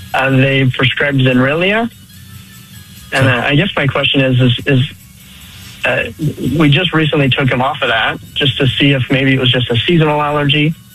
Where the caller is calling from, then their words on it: Salt Lake City, Utah, United States; Salt Lake.